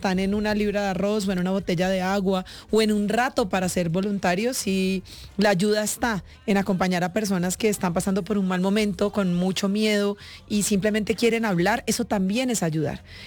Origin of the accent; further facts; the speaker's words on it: Colombia; somos colombianos y que además somos berracos